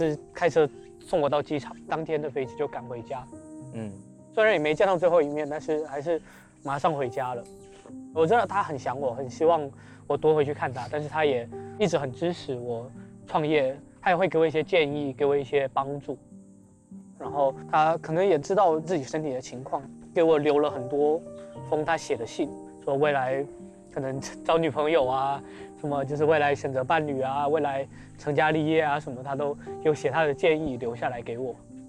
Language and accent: Chinese; Taiwan; moved away as an adult; now in Hunan, China; 像这次我爸从台湾过来参加我的毕业典礼